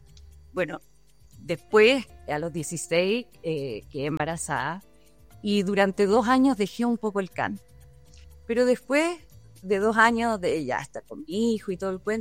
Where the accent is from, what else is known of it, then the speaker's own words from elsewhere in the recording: Chile; moved away; also born or lived in Vienna; Y yo sabía que en algún momento yo iba a volver a Chile, no sabía cuándo, pero las cosas se fueron dando de a poco. Mi madre murió el 2024, eso me hizo venir a Chile, estar mucho con mi familia.